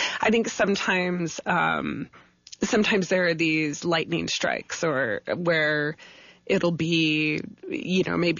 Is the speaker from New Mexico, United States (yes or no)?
yes; Deming, New Mexico, United States; So I grew up in Deming, mm-hmm. And just 30 miles north of that border.